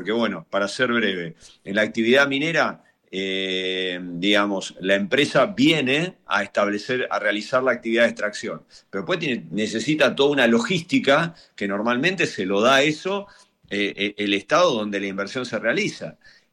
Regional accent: Argentina

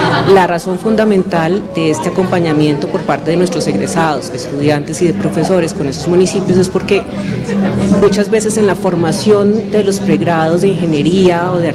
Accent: Bogotá, Colombia; moved away as an adult; also born or lived in Manizales; Yo duré 20 años en la sede de Manizales, soy bogotana, claramente, pero duré 20 años en la sede de Manizales

